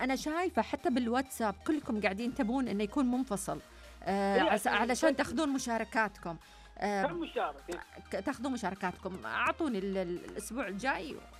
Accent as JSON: {"language": "Arabic", "country": "Egypt", "said": "من مصر، تحياتي لطاقم البرنامج وأتمنى لكم التوفيق والنجاح، وتحيا المملكة العربية السعودية من جمهورية مصر العربية"}